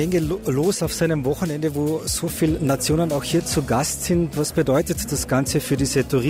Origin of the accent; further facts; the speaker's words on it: Carinthia, Austria; now in Bled, Slovenia; Also es ist halt so, dass es eine Nebensaison ist, so wie auch bei uns in Kärnten.